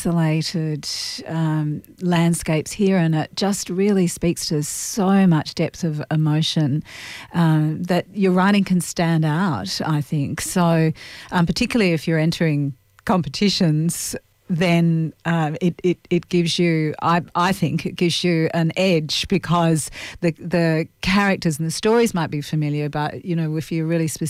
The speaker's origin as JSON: {"language": "English", "region": "Western Australia", "country": "Australia"}